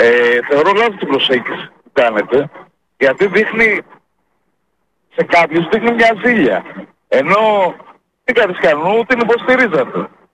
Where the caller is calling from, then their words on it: Kavala, Eastern Macedonia and Thrace, Greece; από Καβάλα.